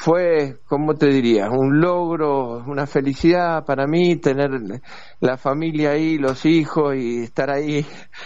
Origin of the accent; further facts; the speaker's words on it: Buenos Aires, Argentina; siendo un porteño, vamos a decir así, era una materia